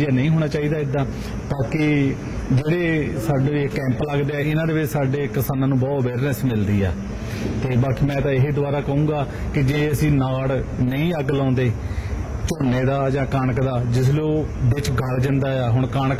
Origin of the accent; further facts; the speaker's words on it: Lutera Kalan, Punjab, India; ਮੇਰਾ ਪਿੰਡ ਲੁਟੇਰਾ ਕਲਾਂ